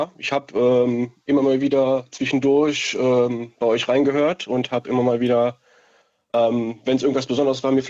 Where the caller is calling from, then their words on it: Trier, Rhineland-Palatinate, Germany; ich komme aus der Gegend.